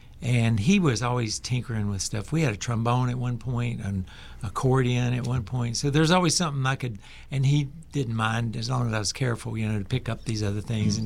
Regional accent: Winston-Salem, North Carolina, United States; Grew up in Winston-Salem, North Carolina.

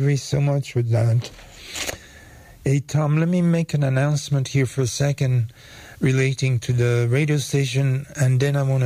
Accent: France; now in United States; in France actually, in my home country

